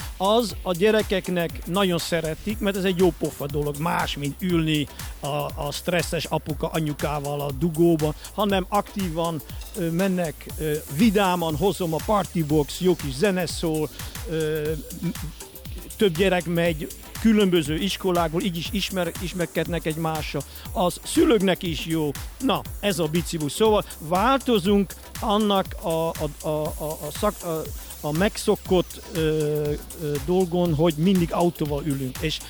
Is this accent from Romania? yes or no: no; Netherlands; Hungarian is a second language; now in Pécs, Hungary; én, mint holland